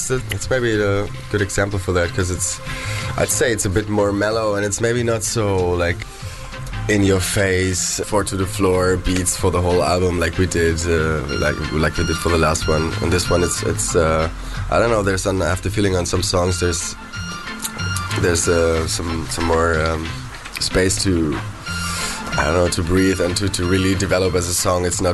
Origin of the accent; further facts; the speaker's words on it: Berlin, Germany; moved away as an adult; also born or lived in The Hague, Netherlands; I grew up in Berlin and went to Holland, to Den Haag, to study there.